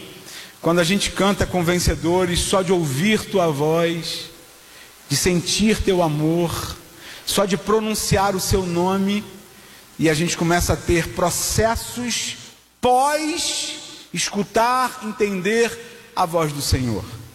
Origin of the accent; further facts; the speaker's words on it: Rio de Janeiro, Brazil; born there; o Senhor sabe que eu nasci numa favela no Rio de Janeiro, o Senhor sabe que eu estudei em escolas públicas